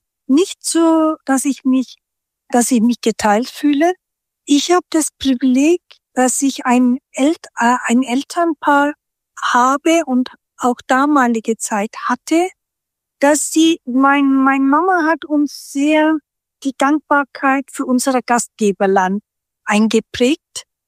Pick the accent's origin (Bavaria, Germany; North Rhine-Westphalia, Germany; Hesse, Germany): Bavaria, Germany; Hof; born there; first language Turkish; German is a second language; also born or lived in Turkey; ich konnte kein Wort Deutsch und ich hatte das Glück, dass 1973 in Hof, wo ich herkomme, meine Heimat in Deutschland, da waren sehr viele Ausländer, Gastarbeiterkinder